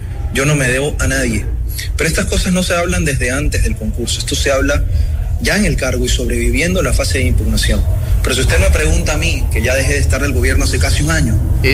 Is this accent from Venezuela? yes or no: no; Ecuador